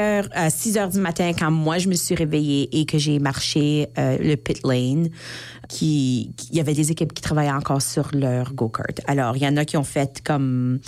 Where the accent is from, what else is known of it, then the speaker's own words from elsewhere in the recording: Saint-Labre, Manitoba, Canada; chez nous, à Saint-Labre